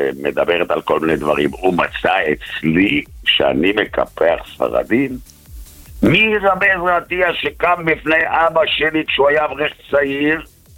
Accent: Jerusalem, Jerusalem District, Israel; אני בן ירושלים

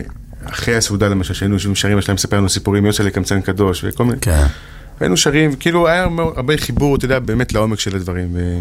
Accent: Jerusalem, Jerusalem District, Israel; בהר נוף, בירושלים.

